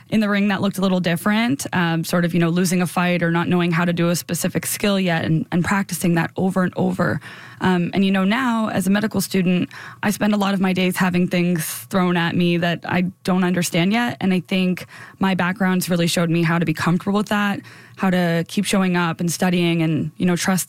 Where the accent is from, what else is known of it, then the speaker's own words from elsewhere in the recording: Saint John, New Brunswick, Canada; I grew up in St. John, New Brunswick. I'm very fortunate to be able to do my medical education here.